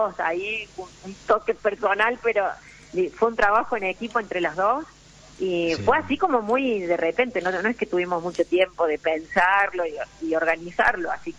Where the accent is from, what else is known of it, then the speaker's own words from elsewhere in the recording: Argentina; Me pesa porque yo soy muy argentina. Amo mi país, amo mi nación.